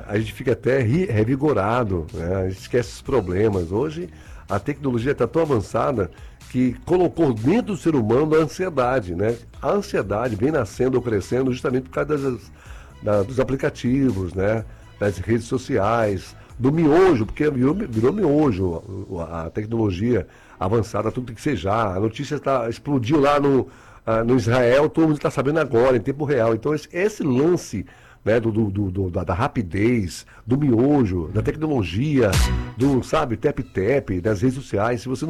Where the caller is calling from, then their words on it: Salvador, Bahia, Brazil; Ó, de onde você fala? Eu falo de Salvador, Bahia, cara.